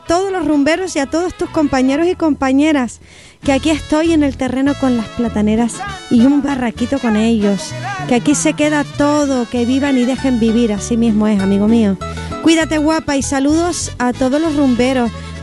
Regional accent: Arafo, Canary Islands, Spain; de Arafo, te mando saludos.

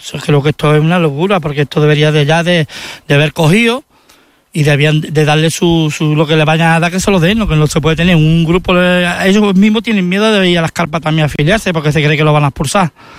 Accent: Spain; Yo soy muy español y daría mi vida por España.

